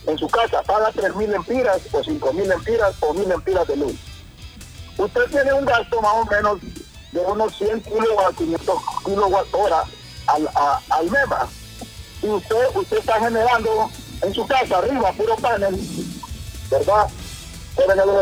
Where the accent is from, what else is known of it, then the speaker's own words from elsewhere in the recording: Honduras; born there; moved away as an adult; also born or lived in Costa Rica; estuve 8 años en Costa Rica y después de la pandemia estoy aquí en Honduras. Yo soy hondureño, nací en Honduras.